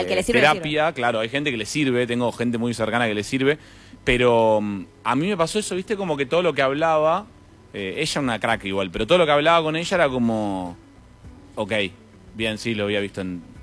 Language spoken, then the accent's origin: Spanish; La Plata, Buenos Aires Province, Argentina; Y pues yo soy un niño de La Plata, entonces claro, si no, poniendo a manejar, no puedo salir a...